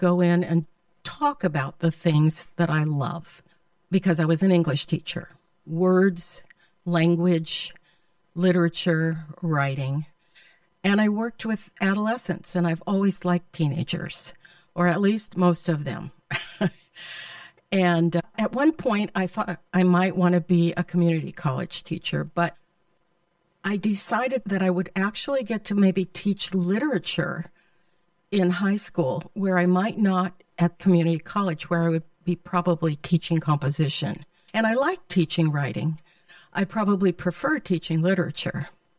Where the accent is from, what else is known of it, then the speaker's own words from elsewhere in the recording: San Diego, Midwest, United States; And so I feel that I grew up in San Diego, even though I'm Midwestern born. I'm a Midwesterner. And I went to school in San Diego from second grade on.